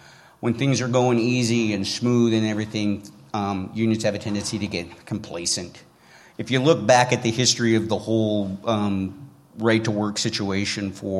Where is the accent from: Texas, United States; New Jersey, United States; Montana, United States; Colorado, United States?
Montana, United States; Libby; my hometown, Libby